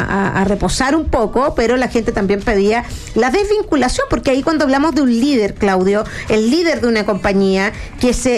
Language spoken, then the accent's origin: Spanish; Chile; uno se siente mal a veces de decir soy chileno